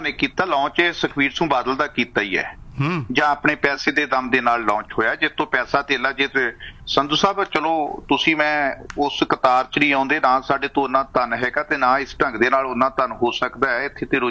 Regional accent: Punjab, India; ਅਸੀਂ ਪੰਜਾਬ ਦੇ ਲੋਕ ਹੈ, ਪੰਜਾਬ ਦੇ ਵਸ਼ਿੰਦੇ ਹੈ

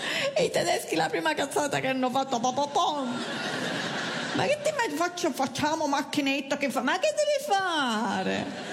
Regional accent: Sicily, Italy; Io sono siciliana.

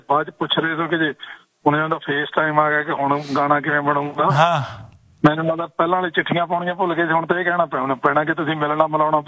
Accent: Punjab, India; moved away as an adult; ਮੈਂ ਇੰਡੀਆ ਸੀ, ਮੇਰੇ ਵਾਈਫ ਇੱਥੇ ਸੀ, ਮੈਂ ਇਮੀਗ੍ਰੈਂਟ ਨਹੀਂ ਸੀ ਹੋਇਆ ਤਾਂ ਇੰਡੀਆ ਤੋਂ ਜਦੋਂ 30 ਕਿਲੋਮੀਟਰ ਮੇਰੇ ਪਿੰਡ ਤੋਂ ਬਠਿੰਡਾ ਪੈਂਦਾ, ਬਠਿੰਡੇ ਆ ਕੇ ਫੋਨ ਕਰਨਾ ਪੈਂਦਾ ਸੀ।

